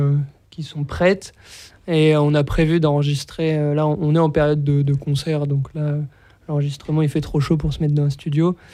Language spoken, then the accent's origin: French; Saint-Lô, Normandy, France; born there; on vient de Saint-Lô.